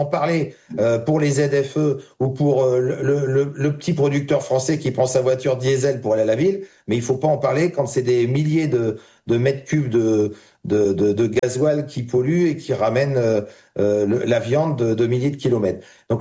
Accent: Hauts-de-France, France; Moi, je suis de la Somme.

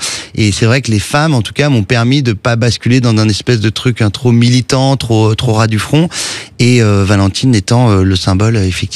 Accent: Saint-Cloud, Île-de-France, France; je suis en train de décrire mon enfance à Saint-Cloud, à écouter des bonnes sœurs qui nous donnent les cours, après être dans un collège de garçons

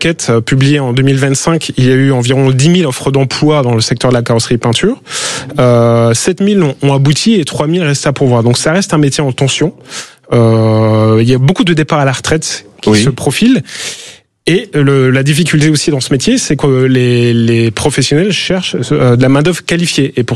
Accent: Grand Est, France; Moi, je suis Alsacien, je suis très fier de cette région-là. Je sais qu'on a d'excellentes écoles là-bas.

